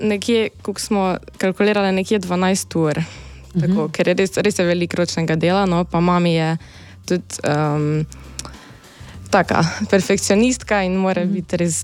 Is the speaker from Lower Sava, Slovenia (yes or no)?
yes; Brežice, Lower Sava, Slovenia; mi prihajamo iz Brežic